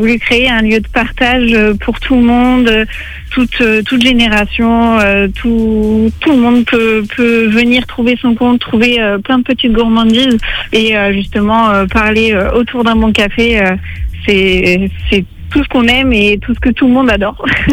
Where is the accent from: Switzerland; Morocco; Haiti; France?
France; Auvergne-Rhône-Alpes; moved away as an adult; now in Saint-Jean-de-Monts, France; je viens de la région Rhône-Alpes et j'ai décidé de changer de vie l'année dernière et de troquer les montagnes pour l'océan et d'ouvrir du coup de coffee shop à Saint-Jean-de-Mont